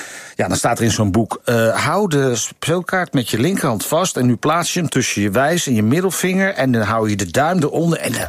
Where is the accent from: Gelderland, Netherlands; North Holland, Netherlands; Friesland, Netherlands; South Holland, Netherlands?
North Holland, Netherlands; Purmerend; Ik ben geboren in Purmerend.